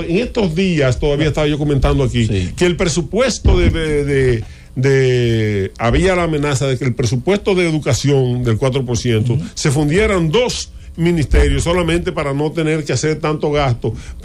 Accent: Dajabón, Dominican Republic; Yo conocí a don Fiste Medina, por ejemplo, en Dajabón, en mi pueblo.

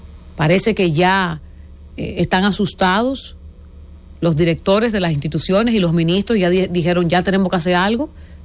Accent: Dominican Republic

